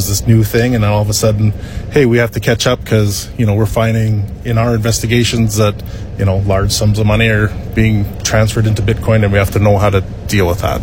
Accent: Paddockwood, Saskatchewan, Canada; I grew up in Paddockwood, Saskatchewan, so just north of PA.

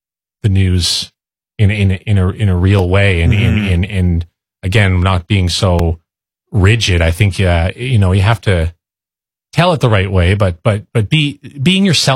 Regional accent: Kitchener, Ontario, Canada; I grew up in Kitchener, Ontario.

